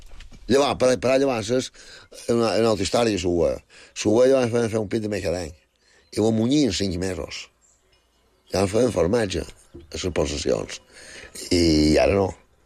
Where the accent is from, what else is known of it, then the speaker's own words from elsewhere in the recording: Balearic Islands, Spain; born there; Bueno, vaig néixer fa jo, a Sant Triau, en el barri de Sant Maixida. Això està ara anant cap a Campos